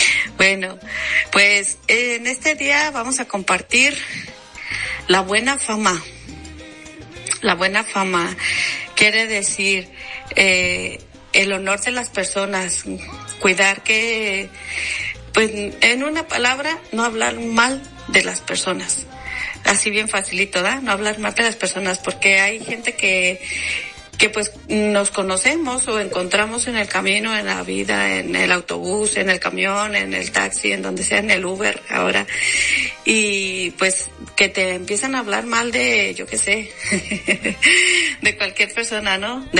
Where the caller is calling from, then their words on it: Málaga, Andalusia, Spain; desde Málaga, España.